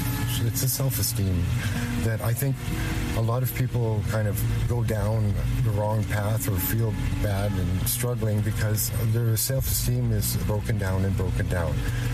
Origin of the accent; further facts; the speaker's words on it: Fort Smith, Northwest Territories, Canada; also born or lived in Uranium City, Saskatchewan; I'm from the South Slave region of the Northwest Territories called Fort Smith. It's right on the edge of Wood Buffalo Park, and the Slave River is there.